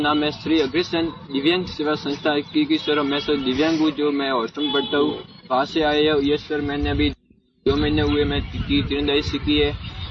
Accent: Rajasthan, India; मैं सर सिरोही जिले से हूँ।

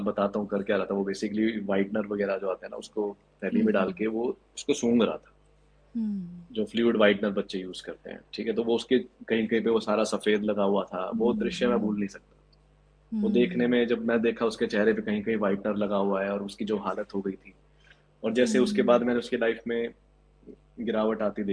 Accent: Haryana, India; मैं हरियाणा से हूँ, यहाँ पे स्पोर्ट्स कल्चर भी है

